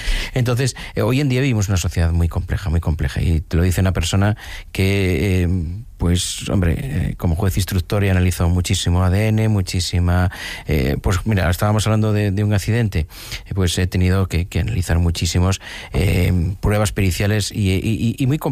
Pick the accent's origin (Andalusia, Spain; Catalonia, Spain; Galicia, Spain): Galicia, Spain; Yo soy gallego, aquí cualquier anciano de cualquier anciana de mi pueblo te dice enseguida lo que tienes según lo que haces.